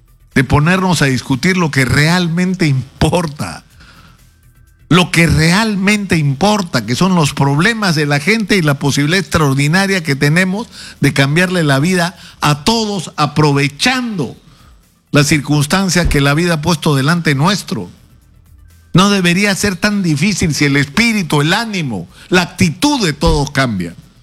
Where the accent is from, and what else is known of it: Peru